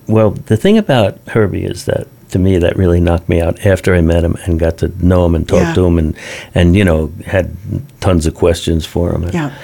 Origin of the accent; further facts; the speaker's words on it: New York City, New York, United States; I'm from Staten Island